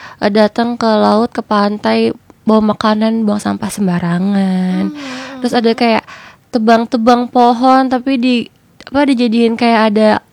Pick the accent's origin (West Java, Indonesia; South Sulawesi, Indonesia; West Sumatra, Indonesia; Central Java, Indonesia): West Java, Indonesia; Indramayu; aku asalnya kan dari Cirebon, Indramayu.